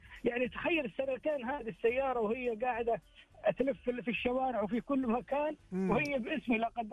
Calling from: Jeddah, Makkah Province, Saudi Arabia; أكلمك من جدة

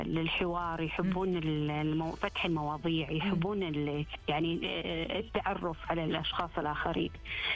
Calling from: Riyadh, Riyadh Province, Saudi Arabia; من الرياض.

